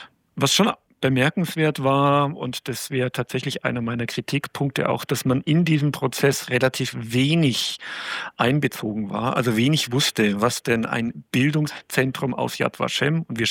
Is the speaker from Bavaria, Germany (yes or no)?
yes; Bavaria, Germany; Ich als Oberpfälzer, ich hau das mal so raus, darf ich das auch, mit immer einem habituell kritischen Blick auf München